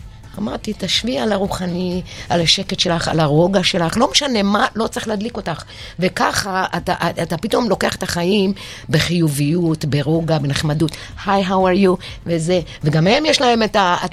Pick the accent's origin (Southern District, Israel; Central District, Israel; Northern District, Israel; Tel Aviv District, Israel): Central District, Israel; Yarhiv; moved away as an adult; also born or lived in United States; אני מושבניקית.